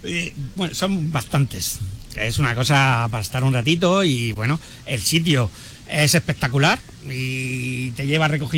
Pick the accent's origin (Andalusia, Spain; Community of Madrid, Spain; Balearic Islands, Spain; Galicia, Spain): Andalusia, Spain; Almanzora Valley; now in Granada, Spain; he recorrido todo el Valle de Almanzora hasta llegar aquí y bueno, pues me ha traído estos paisajes tan sugerentes y que soy de la tierra.